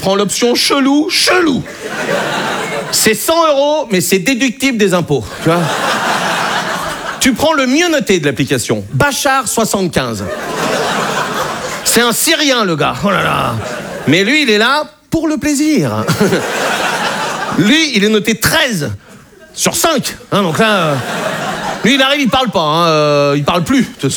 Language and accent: French; Brittany, France